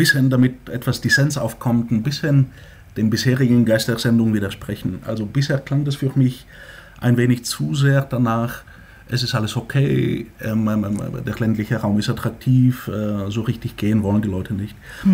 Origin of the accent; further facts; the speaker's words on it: Bulgaria; German is a second language; now in Germany; Wenn ein Land wie meine Heimat Bulgarien Trabi-artige Leistungen hinstellt, also ein vergleichsweise schlechtes Gesundheitssystem, aber dafür sehr niedrige Steuer den Bürgern abverlangt, ist es auch okay.